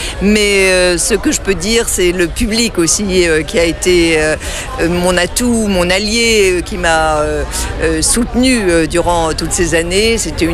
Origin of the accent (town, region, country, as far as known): Brittany, France